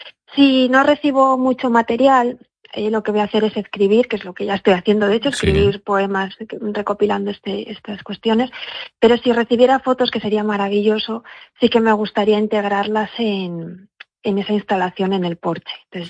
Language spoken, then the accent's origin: Spanish; Baños de Río Tobía, La Rioja, Spain; born there; yo pasé parte de mi infancia viviendo en Baños de Río Tobía, aunque siempre he estado muy vinculada, ¿no? Aunque no hubiera vivido en Baños, pues cuando era muy pequeñita venía aquí los fines de semana, en verano